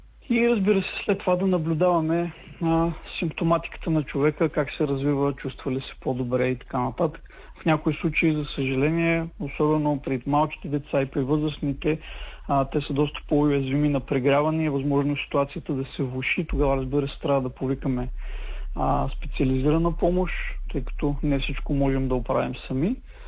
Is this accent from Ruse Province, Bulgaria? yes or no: no; Plovdiv, Plovdiv Province, Bulgaria; Това съм от Пловдив, така че при нас вече горещо време започна, предполагам и при вас също.